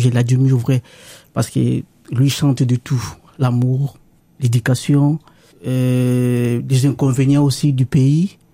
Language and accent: French; DR Congo; moved away; ça se parle chez nous, aux Congolais. Kinshasa, c'est le pays des plaisirs.